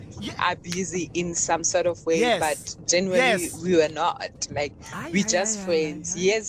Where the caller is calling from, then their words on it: Bloemfontein, Free State, South Africa; I'm speaking from Bloemfontein.